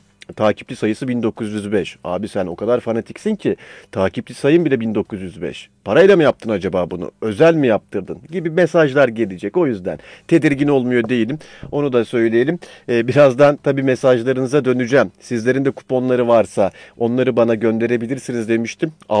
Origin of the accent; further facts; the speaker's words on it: Istanbul, Turkey; İstanbul doğumluyum onu söyleyeyim. İstanbul doğumluyum. Hep İstanbul'daydım hayatım boyunca. Nerelisin? İstanbulluyum.